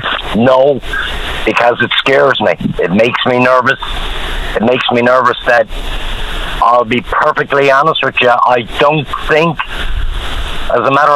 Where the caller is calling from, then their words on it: Newfoundland and Labrador, Canada; by way of being a Newfoundlander.